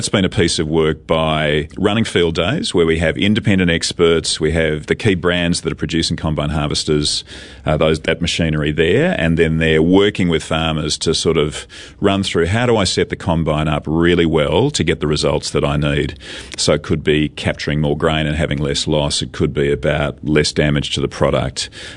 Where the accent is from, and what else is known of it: Australia; moved away as an adult; now in New Zealand